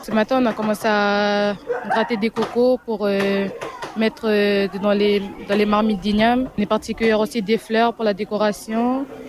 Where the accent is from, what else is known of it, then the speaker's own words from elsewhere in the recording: Ouvéa, Loyalty Islands Province, New Caledonia; je suis originaire d'Ouvéa et puis je suis lycéenne ici à Dokamo.